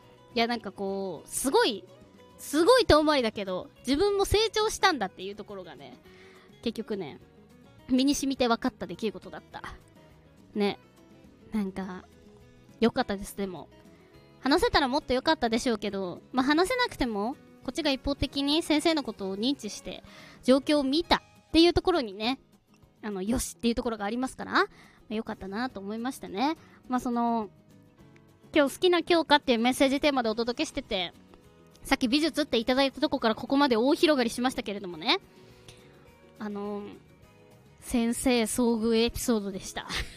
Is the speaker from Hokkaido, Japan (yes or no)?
yes; Sapporo, Hokkaido, Japan; 私も地元を出てないしさ、ね、私は札幌生まれ札幌育ちですけど、まあ今も実家に住んでて、こう一人暮らししてるわけでもなく、